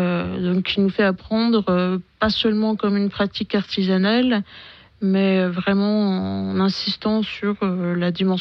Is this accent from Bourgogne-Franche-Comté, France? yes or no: yes; Chalon-sur-Saône, Bourgogne-Franche-Comté, France; moved away as an adult; now in Besançon, France; Non, je suis née à Chalon-sur-Saône et j'ai grandi en Saône-et-Loire.